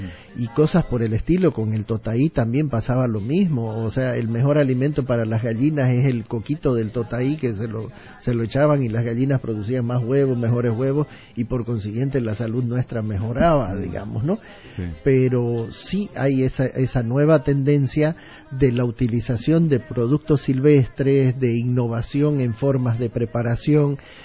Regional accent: Santa Cruz, Bolivia

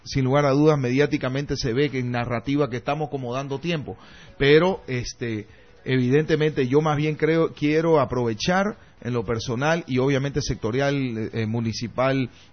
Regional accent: Santa Cruz, Bolivia; cómo somos, pues, los cruceños.

